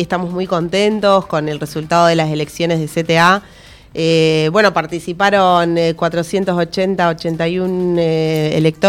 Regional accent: Argentina; lo que estamos viviendo como argentinos

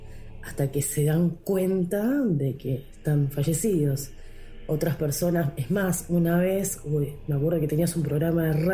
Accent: Avellaneda, Buenos Aires Province, Argentina; Avellaneda.

